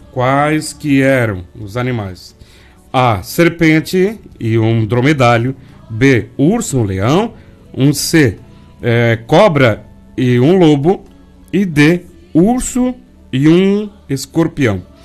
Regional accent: Joinville, Santa Catarina, Brazil; now in Itaió, Brazil; Eu era de Joinville e vim pra cá agora há pouco tempo aí. Há 16 anos aqui, com vocês aqui na cidade de Itaió.

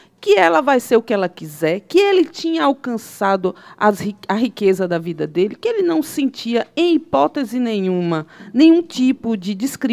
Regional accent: Juazeiro, Bahia, Brazil; Eu sou de Juazeiro da Bahia. Né? Sou uma mulher sertaneja. Orgulhosa da minha raiz, entendeu?

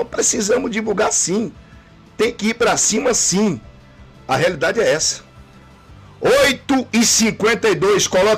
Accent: Brazil; eu sou brasileiro

